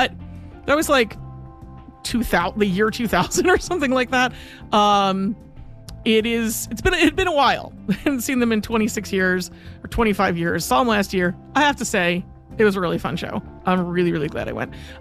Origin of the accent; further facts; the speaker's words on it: New Jersey, United States; I'm from Jersey. I have a lot of friends who grew up down the shore. I did not grow up down the shore. I grew up in South Jersey. Very much in the Philly burbs.